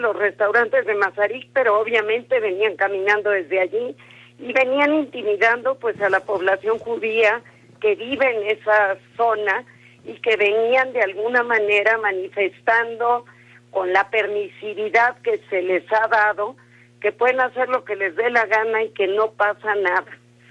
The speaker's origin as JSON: {"language": "Spanish", "country": "Mexico", "said": "somos tercera y cuarta generación en México"}